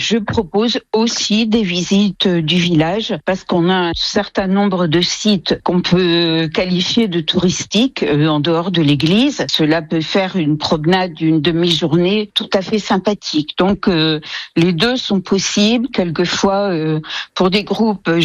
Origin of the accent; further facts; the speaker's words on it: Orbey, Grand Est, France; Eh bien, j'étais natif d'Orbey, je suis partie vivre très longtemps ailleurs. Je suis revenue